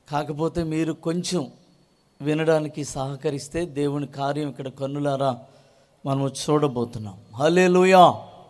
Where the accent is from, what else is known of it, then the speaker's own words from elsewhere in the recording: Venkatraopalem, Andhra Pradesh, India; మాది తాడేపల్లిగూడెం దగ్గర వెంకట్రావు పాలెమని ఒక చిన్న పల్లెటూరు, ఒక పేద కుటుంబం. అలాంటి పేద కుటుంబంలో పుట్టిన నేను నా తల్లిదండ్రులకు ఆఖరి వాడిని